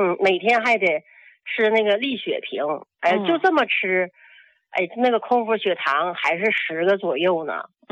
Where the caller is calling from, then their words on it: Harbin, Heilongjiang, China; 啊，我是哈尔滨的。